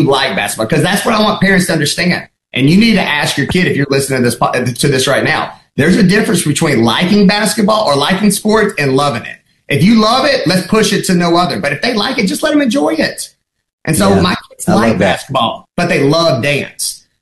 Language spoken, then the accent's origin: English; Georgia, United States; also born or lived in Kentucky; now in Mississippi, United States; one, I'm from the South. Two, I grew up in the SEC. And three, I've been in Mississippi. And Mississippi is about people, and that's how I was raised.